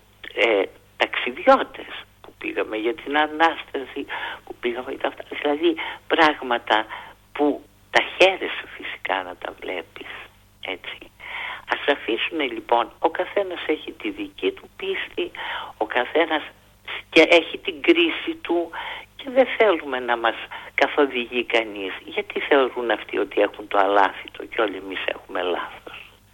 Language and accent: Greek; Greece; δεν θεωρώ ότι θα πρέπει να ντρέπομαι να ομολογήσω ότι είμαι Ελληνίδα